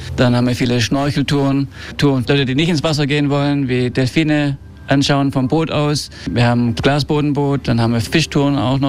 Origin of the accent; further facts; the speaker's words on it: Ibiza, Balearic Islands, Spain; now in Maldives; Genau, ich bin in Ibiza geboren und aufgewachsen. Ich habe noch nie in Deutschland gelebt, aber meine Eltern kommen aus Stuttgart.